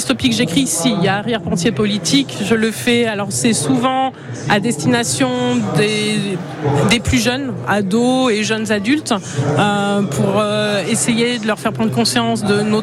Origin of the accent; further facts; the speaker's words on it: Grenoble, Auvergne-Rhône-Alpes, France; moved away as an adult; also born or lived in Martinique; now in Bordeaux, France; Je suis née à Grenoble. J'ai vécu 24 ans. Je suis partie en Martinique. Et quand je suis rentrée sur Bordeaux.